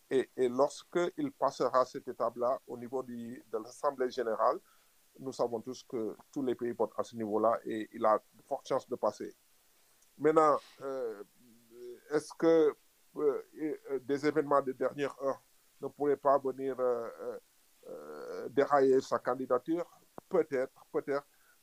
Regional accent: Senegal; Est-ce qu'aujourd'hui, en tant qu'Africain, en tant que Sénégalais, je suis offusqué par leur attitude, bien sûr que si.

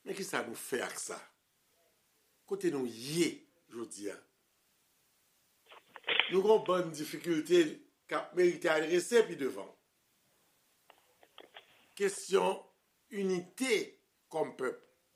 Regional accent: Haiti; Tout le monde connaît, en tant qu'haïtien, ça drapeau, ça a voulu dire.

